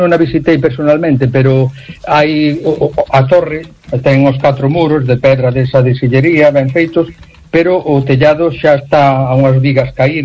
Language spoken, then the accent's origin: Galician; Lugo, Galicia, Spain; eu nacín en Lugo, aquí, no Lugo Monumental, na Plaza do Campo. Entonces, claro, cando un é dun sitio, te crías ali e pasas a adolescencia e todo eso